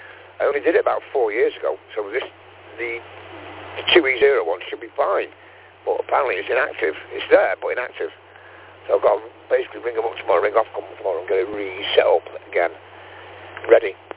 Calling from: Stoke-on-Trent, West Midlands, United Kingdom; Well, my location, I'm on the handheld, just like you. I'm sitting on Malcop, Staffordshire, Stoke-on-Trent.

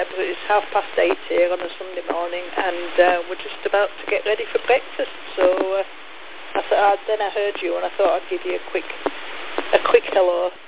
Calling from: Yorkshire and the Humber, United Kingdom; I'm in West Yorkshire, England.

